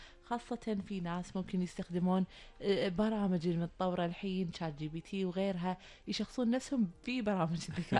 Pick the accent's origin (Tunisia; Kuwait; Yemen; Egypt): Kuwait; عندنا بالكويت